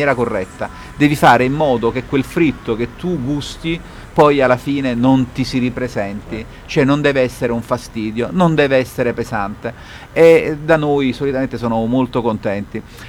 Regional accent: Naples, Campania, Italy; noi siamo napoletani

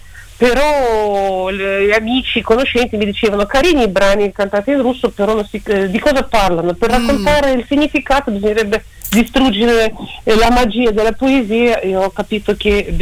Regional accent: Minsk, Belarus; Italian is a second language; moved away as an adult; now in Italy; Minsk, la capitale.

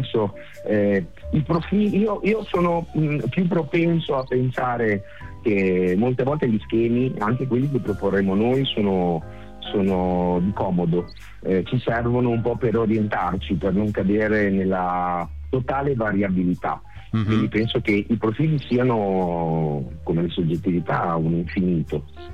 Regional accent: Emilia-Romagna, Italy; accent: Romagnolo; si direbbe in Romagna, da dove vengo io, si sarà già capito, dalla S e dalle declinazioni

